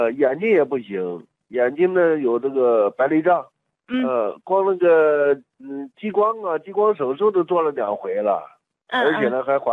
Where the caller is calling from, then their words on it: Henan, China; 我是河南的。